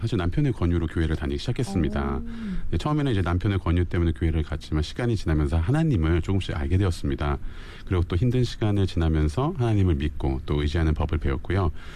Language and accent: Korean; Cebu, Central Visayas, Philippines; Korean is a second language; moved away as an adult; now in South Korea; 네, 저는 세부에서 왔고요. 한국에 14년 됐는데 이 한국분이랑 결혼해서 한국에 오게 되었습니다.